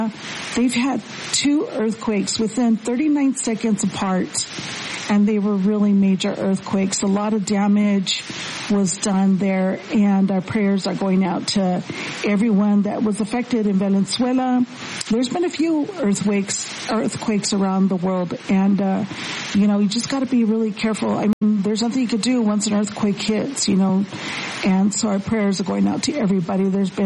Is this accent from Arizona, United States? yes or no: yes; Mammoth, Arizona, United States; Lupe Altamirano from my hometown in Mammoth, Arizona.